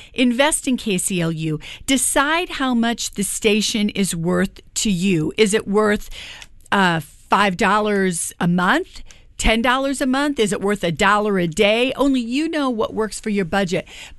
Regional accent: Midwest, United States; After growing up in the Midwest, where humidity will just knock you, you open up the door to go outside and it just knocks you down. It is so strange to be in California where we don't have

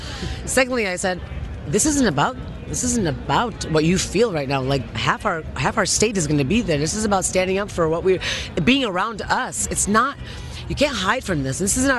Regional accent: Michigan, United States; now in Los Angeles, United States; In LA, I'll say this specifically. I grew up in Michigan, but I'll say this.

